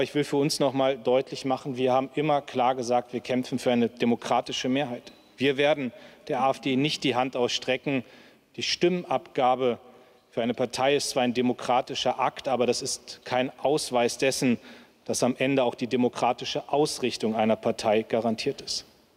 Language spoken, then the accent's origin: German; Lower Saxony, Germany; nächste Woche wird in meinem Heimatbundesland in Niedersachsen bei der Kommunalwahl gewählt.